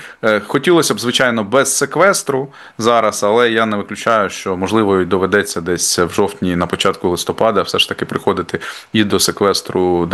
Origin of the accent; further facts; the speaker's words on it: Kyiv, Ukraine; хоча я киянин, звичайно, воно в мене під носом столиця